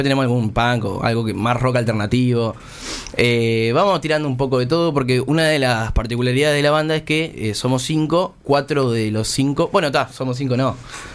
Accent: Progreso, Canelones, Uruguay; montevideana, nosotros somos de Progreso igual.

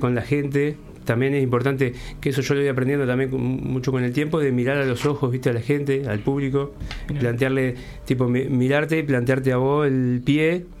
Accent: San Bautista, Canelones, Uruguay; Sí, me pasó también hace poco en un show en mi pueblo, en San Bautista.

